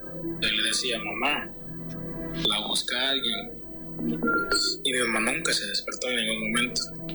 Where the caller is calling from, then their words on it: Cortés, Honduras; Soy de Honduras, del departamento de Cortés.